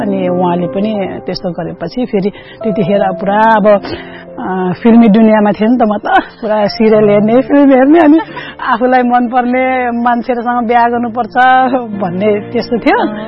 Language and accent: Nepali; Darbang, Gandaki Province, Nepal; moved away; म हुर्केको चाहिँ दरबाङमा